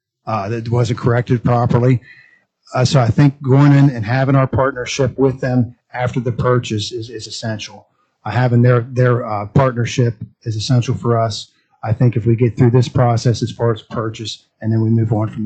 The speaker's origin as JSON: {"language": "English", "town": "Bel Air", "country": "United States", "tie": "born or raised there", "said": "My folks still live there. I grew up in Bel Air. It's a great place."}